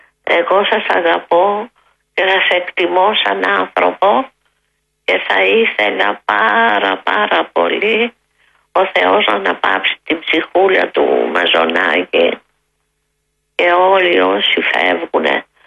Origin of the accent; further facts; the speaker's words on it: Athens, Attica, Greece; moved away as an adult; now in Nea Irakleio, Greece; γιατί και εγώ μεγάλωσα στον Περισσό, αλλά μετά παντρεύτηκα, ήρθα στο Νέο Ηράκλειο και νοσταλγώ, ξέρετε, εκεί τη γειτονιά